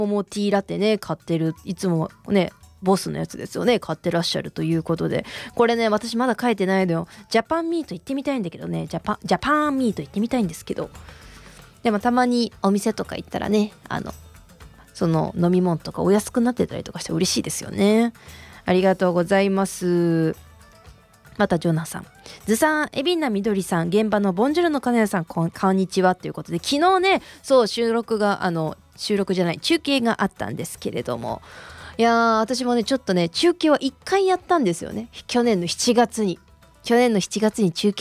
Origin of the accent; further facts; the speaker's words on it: Himeji, Hyogo, Japan; now in Kawaguchi, Japan; 私もずっとね、ここにこっち川口に来るまではずっと地元の姫路にいたわけですよ。